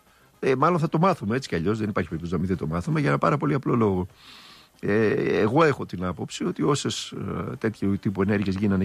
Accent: Thessaloniki, Central Macedonia, Greece; Ίσως μπορεί να έχεις δίκιο εσύ και να μην έχω εγώ, γιατί όπως ξέρεις είμαι Θεσσαλονικιός.

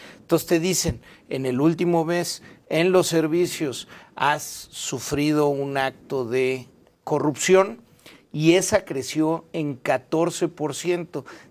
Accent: Mexico City, Mexico; Y yo digo, no, a ver, soy un chilango.

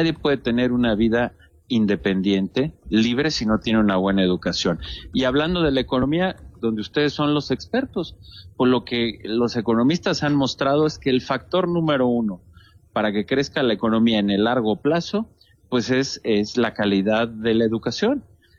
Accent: Mexico

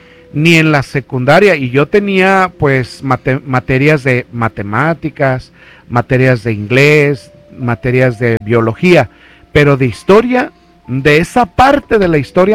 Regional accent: Zamora, Michoacán, Mexico; Allí en mi, de donde yo soy, donde yo crecí, uh-huh, hay un santuario que es muy reconocido a nivel nacional, uh-huh, el santuario de Guadalupe en, uh-huh, Zamora.

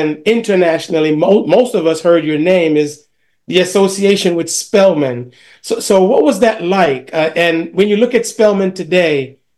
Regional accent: Jamaica; growing up in Jamaica

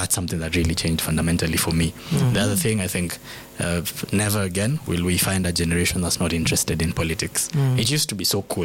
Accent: Nanyuki, Laikipia County, Kenya; I come from Nanyuki

